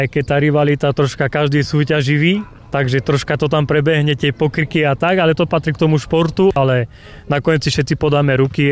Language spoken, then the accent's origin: Slovak; Poltár, Banská Bystrica Region, Slovakia; som z Poltára a som organizátor Nohejbalu, čo dneska sa hrá.